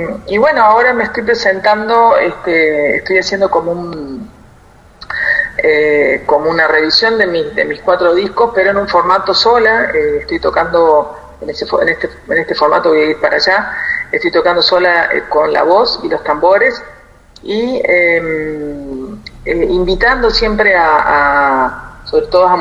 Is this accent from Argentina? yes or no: yes; Córdoba, Argentina; moved away as an adult; now in Buenos Aires, Argentina; soy de Córdoba y hace 3 años estoy residiendo en Buenos Aires.